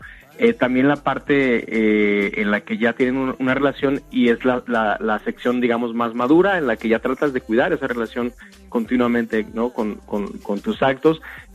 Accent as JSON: {"language": "Spanish", "country": "Mexico", "said": "la verdad es que como mexicano dices, wow, eso me corre por la sangre."}